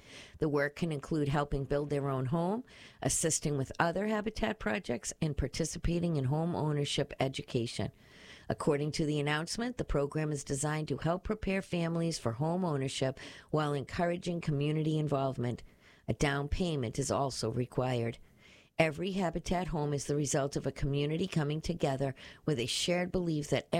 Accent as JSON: {"language": "English", "town": "Brockton", "region": "Massachusetts", "country": "United States", "tie": "born or raised there"}